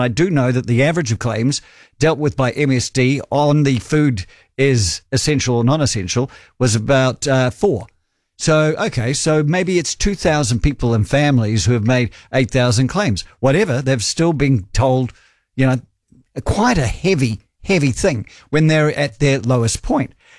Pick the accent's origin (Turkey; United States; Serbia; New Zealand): New Zealand; Speaking of a New Zealand thing, I'm a New Zealander in my 70s.